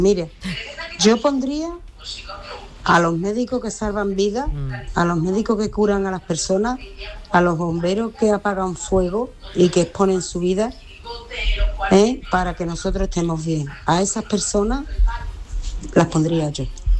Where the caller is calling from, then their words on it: Seville, Andalusia, Spain; de Sevilla